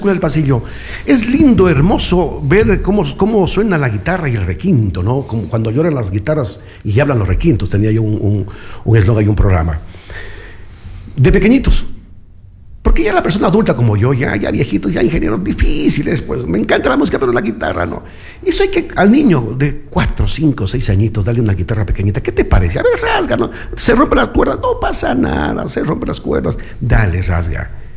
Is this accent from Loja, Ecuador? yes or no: yes; Chuquiribamba, Loja, Ecuador; now in Loja, Ecuador; mi tierra Chuquiribamba, que ahí nace la gente